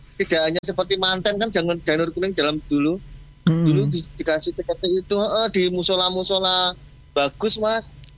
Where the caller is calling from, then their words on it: East Java, Indonesia; di desa kami, di Jamsaran dulu masih desa itu